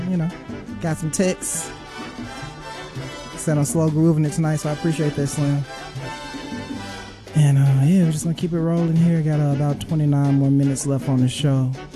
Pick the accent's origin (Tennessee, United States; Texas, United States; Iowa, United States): Tennessee, United States; Memphis; I'm from South Memphis, dog.